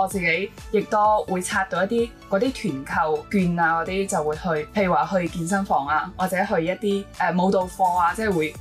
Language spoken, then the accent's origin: Cantonese; China; 就話以前我哋中國人其實係比較即係傳統嘅咧，係中意儲錢。